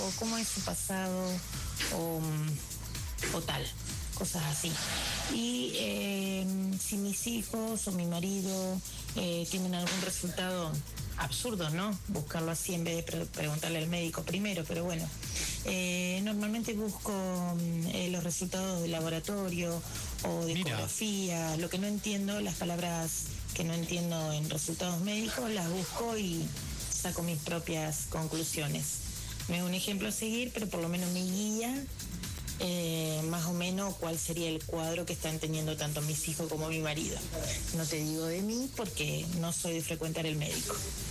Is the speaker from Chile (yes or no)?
no; Santa Fe, Argentina